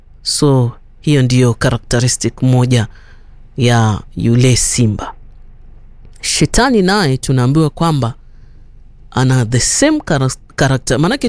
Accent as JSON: {"language": "Swahili", "country": "Kenya", "moved": "yes", "lives_now": "Nairobi, Kenya", "said": "So kule kwetu kwa lugha ya kipokom tunasema ni mbothe."}